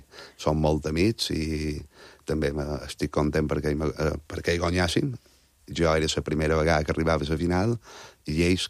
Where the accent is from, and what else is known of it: Montuïri, Balearic Islands, Spain